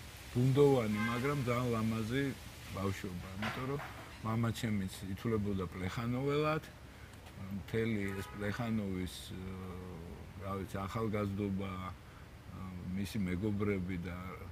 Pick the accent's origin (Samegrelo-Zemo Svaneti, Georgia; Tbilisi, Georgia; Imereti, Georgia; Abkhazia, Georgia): Tbilisi, Georgia; ხო, და ბავშვობა, ალბათ სტანდარტული, მაინც დავიბადე თბილისში. ცხოვრობდით მაშინ კალინინის ქუჩაზე, პრეხანიზზე.